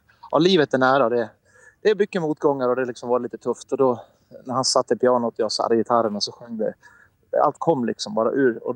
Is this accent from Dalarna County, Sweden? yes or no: yes; Malungsfors, Dalarna County, Sweden; now in Stockholm, Sweden; Jag ska spela på en liten fest här vid en bystuga utanför Malungsfors. Så jag kommer hem från Stockholm och spelar där.